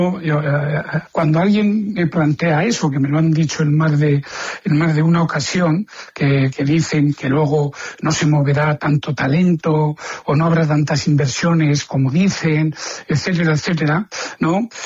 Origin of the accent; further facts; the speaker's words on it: Aragon, Spain; born there; hay que ser muy muy agradecido a la tierra que te ha visto nacer y que entre todos tenemos que hacer un Aragón, ¿no?, más grande